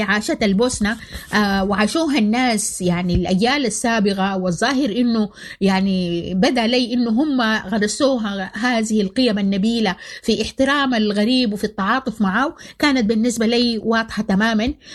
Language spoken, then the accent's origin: Arabic; Sudan; وكنت أنا يعني سودانية ناشطة ومعروفة بمواقفي الواضحة ضد سياسة الاتحاد الأوروبي.